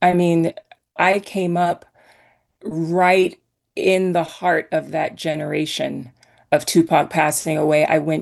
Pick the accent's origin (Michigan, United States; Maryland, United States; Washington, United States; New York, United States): New York, United States; Brooklyn; And growing up in New York City, right? Like, I came up in Brooklyn.